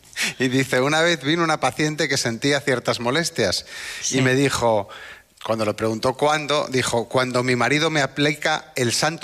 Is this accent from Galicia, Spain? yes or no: yes; A Coruña, Galicia, Spain; Como soy de Coruña, pues es como muy